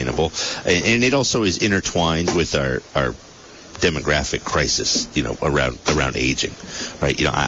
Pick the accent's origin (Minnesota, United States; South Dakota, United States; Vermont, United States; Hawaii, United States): Vermont, United States; Putney; so I grew up in Putney. I went to Brattleboro High School. The year I entered Brattleboro High School in 2010